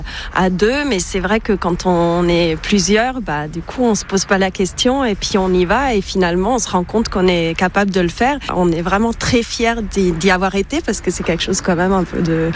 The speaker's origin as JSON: {"language": "French", "country": "Switzerland", "moved": "yes", "lives_now": "Dordogne, France", "said": "moi en fait je suis suisse d'origine"}